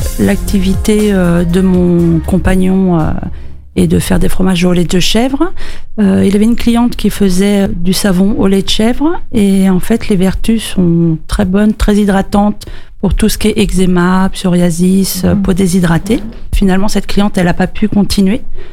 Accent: Normandy, France; moved away as an adult; now in Dordogne, France; Voilà, moi, je suis originaire de l'Eure et ça fait 5 ans que je suis en Dordogne.

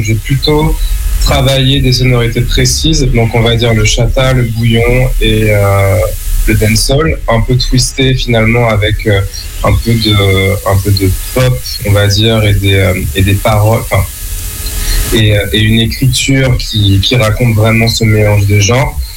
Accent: Fort-de-France, Martinique; Alors, moi, j'ai grandi en Martinique tout d'abord à Fort-de-France.

